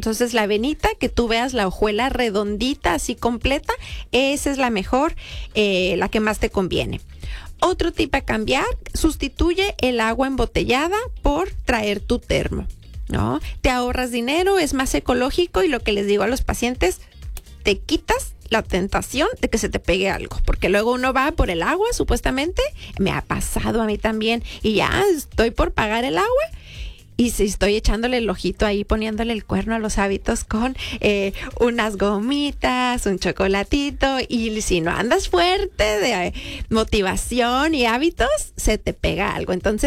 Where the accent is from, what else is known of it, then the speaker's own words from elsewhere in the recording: northern Mexico, Mexico; yo como buena norteña, esas tortillas de harina, ¿verdad?